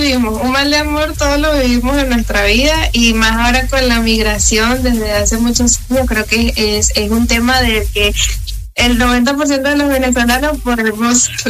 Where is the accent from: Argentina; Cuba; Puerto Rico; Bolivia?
Argentina; now in Spain; cuando yo me fui de Argentina a España hace 4 años